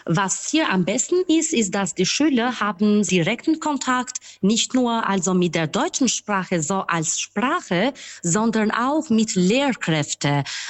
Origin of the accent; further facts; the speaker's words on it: Albania; born there; German is a second language; also born or lived in Germany; Ja. Ich bin in Albanien geboren.